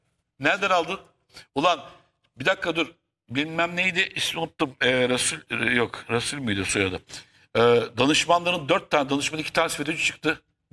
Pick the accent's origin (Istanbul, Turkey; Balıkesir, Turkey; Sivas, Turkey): Istanbul, Turkey; Sırf CHP %85 oy olan Caddebostan'da büyüdüm diyeyim. Hadi göstereyim ben.